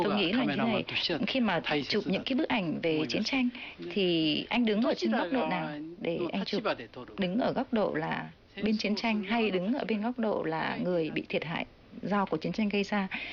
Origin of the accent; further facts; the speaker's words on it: Okinawa, Japan; Vietnamese is a second language; cảm thấy là cố đô Huế có một cái gì rất là giống với thành Surijo, tức là một cái thành của Okinawa, quê hương tôi.